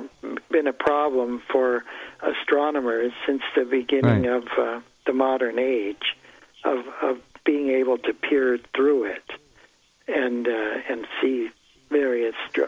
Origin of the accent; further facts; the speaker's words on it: Bedford, Ohio, United States; Where I grew up. That's my hometown, Bedford, Ohio.